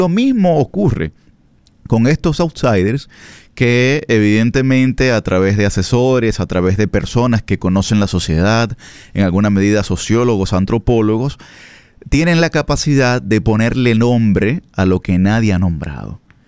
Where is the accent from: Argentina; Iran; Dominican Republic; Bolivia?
Dominican Republic; nosotros como sociedad dominicana